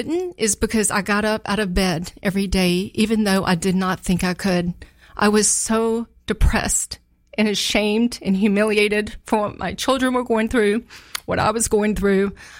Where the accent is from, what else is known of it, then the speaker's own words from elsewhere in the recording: Kershaw, South Carolina, United States; also born or lived in Maryland / Myrtle Beach; And I call my hometown Kershaw, South Carolina. I went to Andrew Jackson High School, but we moved to Maryland. I went to high school up there. We lived in Myrtle Beach. So I'm not really from anywhere, honestly.